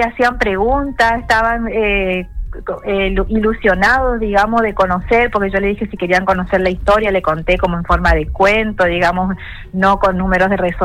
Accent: Las Palmas, Argentina; Sí, soy de acá, de Las Palmas. Vivo a 3-4 cuadras de la escuela.

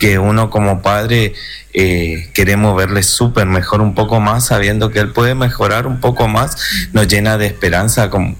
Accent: Vilelas, Chaco, Argentina; acá como somos nosotros de Vilela

